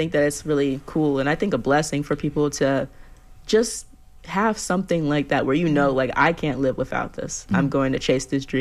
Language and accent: English; Florida, United States; I grew up here in Florida.